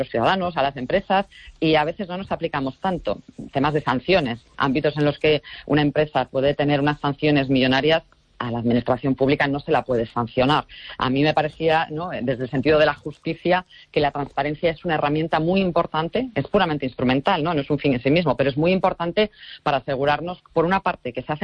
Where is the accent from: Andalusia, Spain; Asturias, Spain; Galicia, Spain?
Galicia, Spain; yo, como gallega